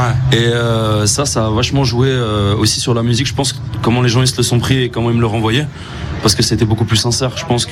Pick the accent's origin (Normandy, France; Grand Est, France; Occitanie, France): Grand Est, France; Metz; Moi, je viens de Metz.